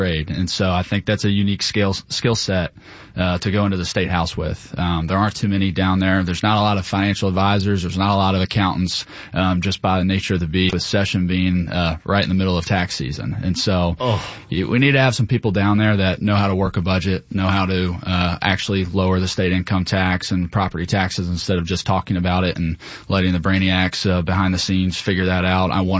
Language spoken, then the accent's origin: English; Milton, United States; So grew up right here in our state house district. So I grew up in Milton, went to Milton High School. My wife and I both did.